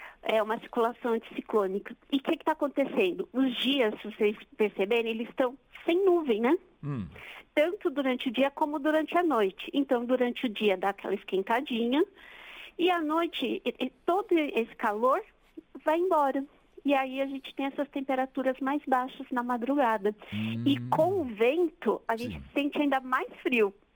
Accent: São Paulo, Brazil; now in Brasília, Brazil; Não, eu sou paulista.

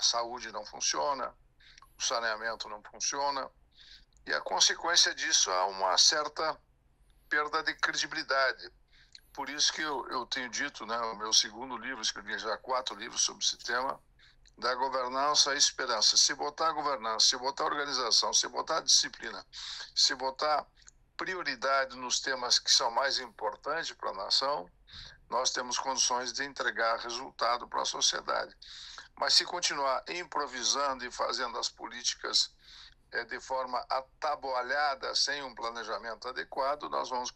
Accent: Rio Grande do Sul, Brazil; Eles tiveram nas missões lá na região das missões, de onde que eu venho, lá da região de Santo Ângelo, São Borja, terra do Getúlio Vargas, né, na fronteira com a Argentina, com o Uruguai.

